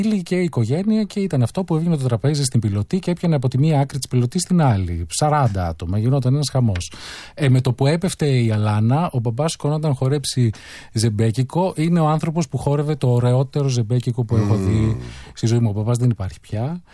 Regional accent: Koropi, Attica, Greece; born there; Εντάξει, έχω γεννηθεί τη δεκαετία του 70, το 1972, στο Κοροπή. Όταν γεννήθηκα εγώ στο Κοροπή, ακόμα χωματόδρομοι.

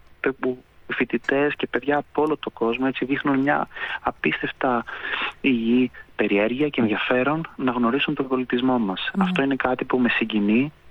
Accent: Epirus, Greece; now in Boston, United States; για μας ως ηπειρώτες και Έλληνες

